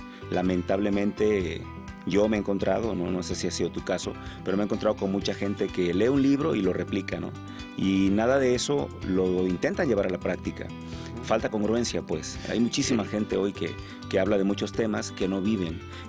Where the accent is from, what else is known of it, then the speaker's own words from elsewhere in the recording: Acapulco, Guerrero, Mexico; Bueno, soy acapulqueño, nací en Acapulco. En Acapulco no hay cobijas, le llamamos sábanas en Acapulco.